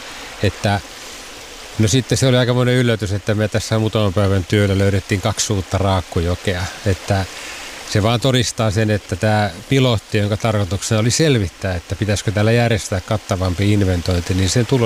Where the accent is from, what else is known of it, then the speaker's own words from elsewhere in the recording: Pirkanmaa, Finland; moved away; mä oon itse Etelä-Suomesta Tampereen seudulta